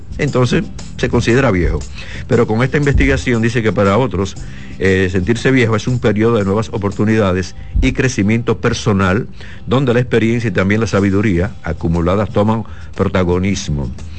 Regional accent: Dominican Republic

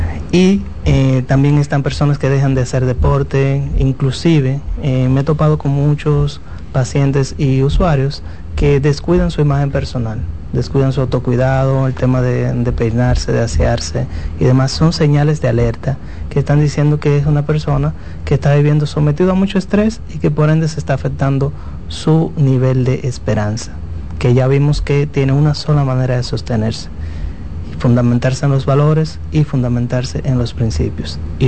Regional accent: Dominican Republic; nosotros como dominicanos

